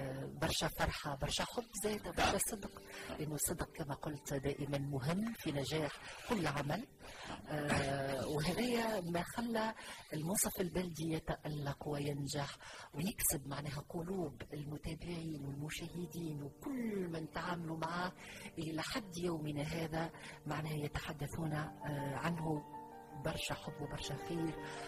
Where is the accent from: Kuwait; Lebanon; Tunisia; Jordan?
Tunisia